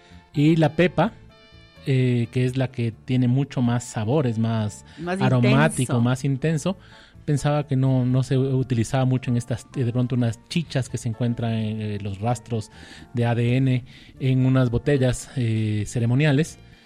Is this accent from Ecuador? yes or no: yes; Quito, Pichincha, Ecuador; como ecuatorianos, como quiteños